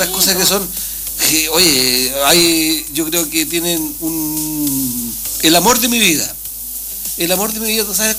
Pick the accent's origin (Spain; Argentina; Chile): Chile; Aysén; Yo tengo el privilegio de pocos aysenino.